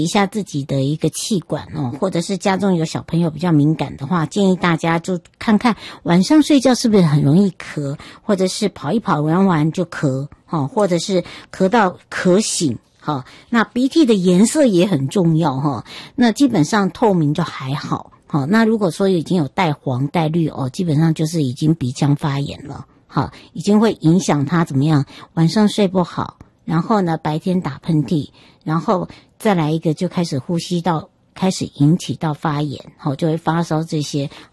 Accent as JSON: {"language": "Chinese", "town": "Yuli", "region": "Hualien County", "country": "Taiwan", "tie": "born or raised there", "said": "那整个活动呢是10月18号在玉里，那么在这个我的家乡齁，来正式启动。"}